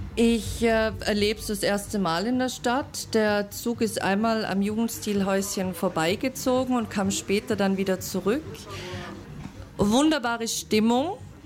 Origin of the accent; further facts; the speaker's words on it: Vorarlberg, Austria; moved away; Ich widme mich Literatur und Kunst und komme ursprünglich aus Vorarlberg, bin zum ersten Mal in Klagenfurt